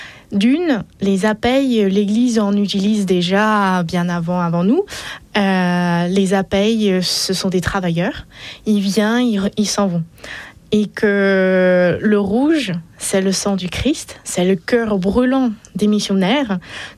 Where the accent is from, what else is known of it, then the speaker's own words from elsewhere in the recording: China; nous sommes tous des Chinois, chrétiens, et qu'on a ce feu d'évangélisation